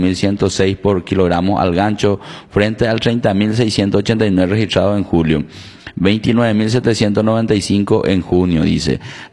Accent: Paraguay; nuestra idiosincrasia como paraguayo es la de ser carnívoro prácticamente al 100%.

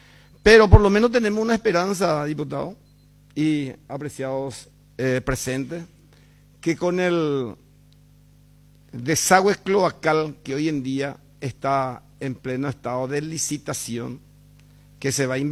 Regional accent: Lambaré, Central, Paraguay; Yo soy de Cuatro Mojones, vos sos de Santa Lucía. Ni a 10 cuadras no estamos uno del otro. Y vivimos en la zona del arroyo Lambaré.

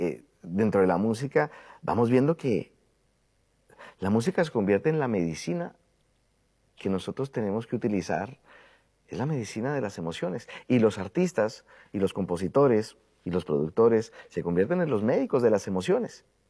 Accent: Cali, Valle del Cauca, Colombia; El lugar donde yo ahí vivía. Yo soy de Cali, de la ciudad de la capital de la salsa.

